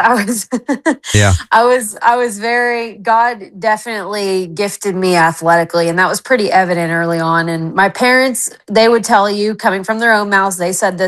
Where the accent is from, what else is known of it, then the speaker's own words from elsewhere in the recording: Texas, United States; we're from West Texas, so we went to football games.